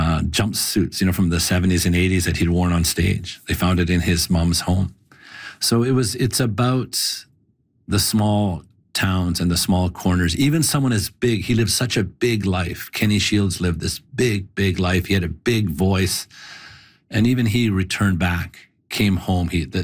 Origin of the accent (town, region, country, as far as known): Fort Vermilion, Alberta, Canada; born or raised there